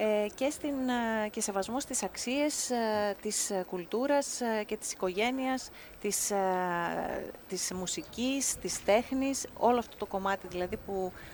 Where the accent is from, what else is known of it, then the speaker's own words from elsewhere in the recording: Greece; εμείς σαν Έλληνες